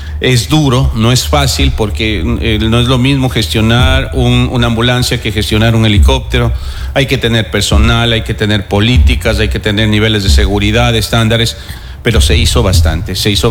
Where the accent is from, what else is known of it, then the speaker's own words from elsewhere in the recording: Santo Domingo, Santo Domingo de los Tsáchilas, Ecuador; porque soy de aquí de Santo Domingo.